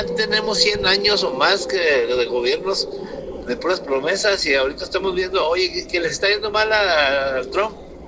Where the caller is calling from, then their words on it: Mexico; como mexicano